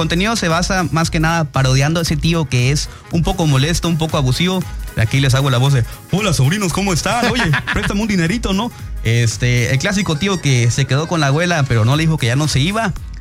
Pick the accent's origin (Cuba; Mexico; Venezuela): Mexico; como buen mexicano pobre, no tenía datos